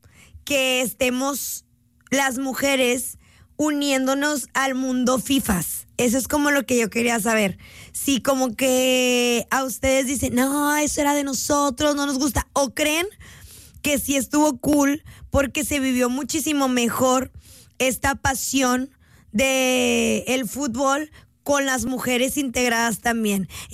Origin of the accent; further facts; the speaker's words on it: Mexico; yo soy mexicana